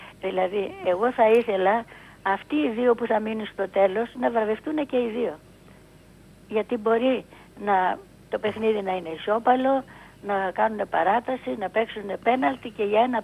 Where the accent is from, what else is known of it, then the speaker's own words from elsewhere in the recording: Kavala, Eastern Macedonia and Thrace, Greece; εγώ είμαι από την Καβάλα και πολλές φορές πηγαίναμε στην Καβάλα